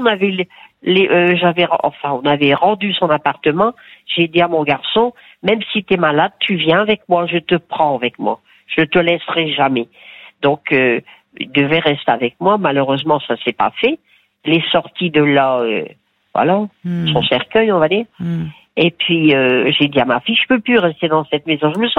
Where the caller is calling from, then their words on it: Béthune, Hauts-de-France, France; ils étaient au lycée derrière chez moi à Béthune